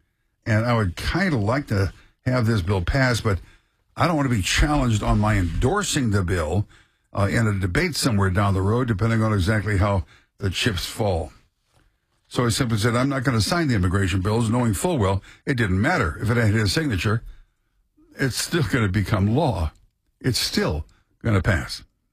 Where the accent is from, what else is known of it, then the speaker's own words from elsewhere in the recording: Midwest, United States; now in Maryland, United States; I grew up in the Midwest.